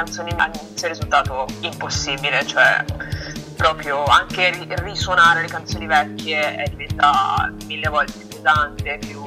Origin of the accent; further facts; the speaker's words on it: Como, Lombardy, Italy; now in London, United Kingdom; Vengo da Como, sto studiando a Londra, ho 18 anni, classe 2001.